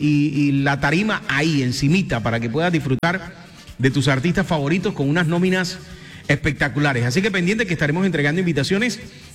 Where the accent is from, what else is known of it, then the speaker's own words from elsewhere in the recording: Santa Marta, Magdalena, Colombia; 501 años de mi tierra Santa Marta.